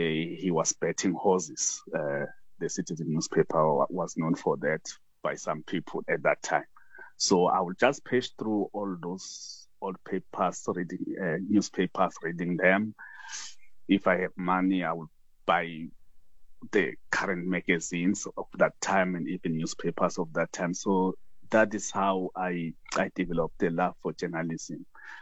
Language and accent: English; Dahakral, Mpumalanga, South Africa; But I grew up in Dahakral, a rural area south of Mpumalanga province on the border to KZN. The nearest town is Volksrust. That's where I grew up, so attending school there.